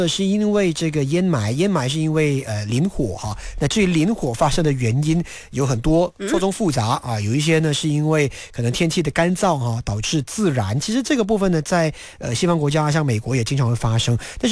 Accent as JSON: {"language": "Chinese", "country": "Malaysia", "said": "第二呢，当然就是我们马来西亚人，因为我们这边没有火山，我们也不处在这个地震的板块啊。"}